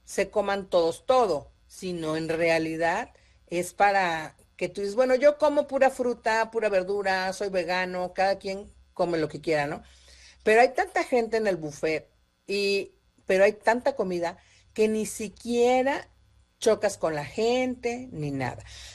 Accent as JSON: {"language": "Spanish", "country": "Mexico", "said": "Los mexicanos somos excelentes para atender al turismo."}